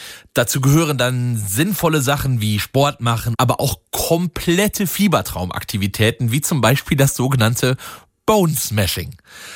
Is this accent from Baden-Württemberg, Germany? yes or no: no; Wittgenstein, North Rhine-Westphalia, Germany; ich bin ja nun in Wittgenstein aufgewachsen